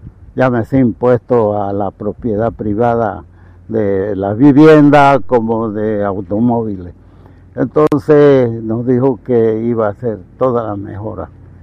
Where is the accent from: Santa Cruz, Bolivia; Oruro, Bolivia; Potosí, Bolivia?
Santa Cruz, Bolivia; now in El Palmar, Bolivia; tuvimos yeta, como decimos los cambas.